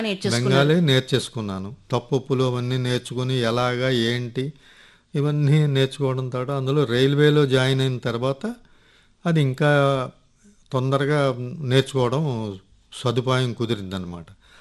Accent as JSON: {"language": "Telugu", "town": "Kakinada", "region": "Andhra Pradesh", "country": "India", "tie": "born or raised there", "also_born_or_lived": "Madhyavalasa", "said": "నేను మధ్య వలసలో పుట్టాను, శ్రీకాకుళం జిల్లా. అక్కడి నుంచి కాకినాడ మేనమావ తీసుకెళ్ళి 6వ క్లాస్ నుంచి ఆ కాకినాడలోనే చదివించారు."}